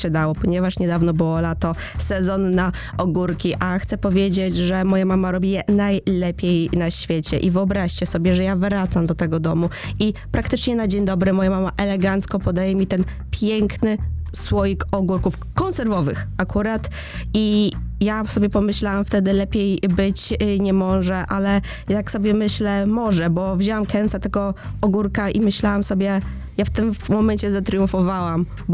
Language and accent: Polish; Zamość, Lublin Voivodeship, Poland; moved away; że wróciłam z podróży, z moich rodzinnych stron, z Zamościa